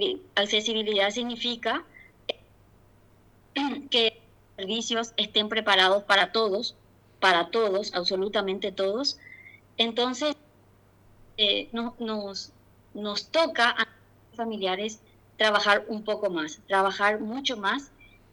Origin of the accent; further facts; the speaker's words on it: Santiago, Misiones, Paraguay; moved away; venimos de familia humilde de Santiago Misiones, pero esa familia, te estoy hablando de 40 años atrás, esa familia que se dedicaba a la chacra